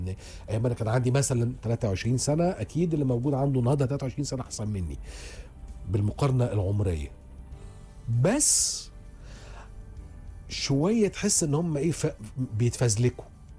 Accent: Egypt; عندنا في مصر

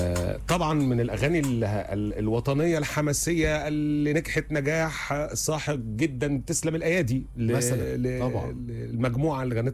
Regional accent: Egypt; احنا اصلا كمصريين

